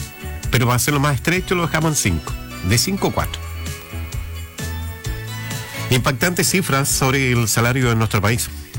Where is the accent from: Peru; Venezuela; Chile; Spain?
Chile